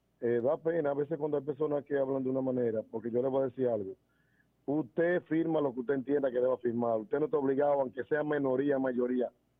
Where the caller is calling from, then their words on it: Maizal, Dominican Republic; del Distrito Municipal de Maizal.